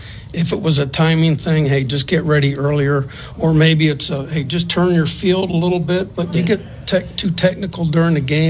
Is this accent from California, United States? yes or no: yes; California, United States; Living in California, growing up in California, going to Tucson for spring training, it's 90-plus degrees.